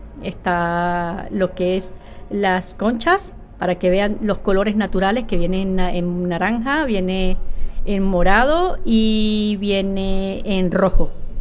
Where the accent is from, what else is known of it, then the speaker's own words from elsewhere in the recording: Venezuela; now in Sax, Spain; Sí, soy de Venezuela.